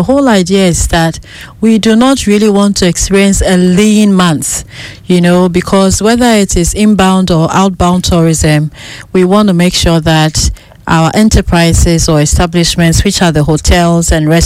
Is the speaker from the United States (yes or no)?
no; Ghana; And I was so proud as a Ghanaian, you know.